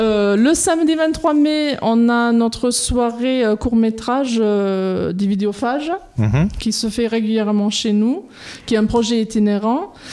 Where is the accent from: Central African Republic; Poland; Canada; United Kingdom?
United Kingdom; England; French is a second language; also born or lived in Toulouse; now in France; En fait, je suis à la base anglaise. Vous l'entendez peut-être dans mon petit accent.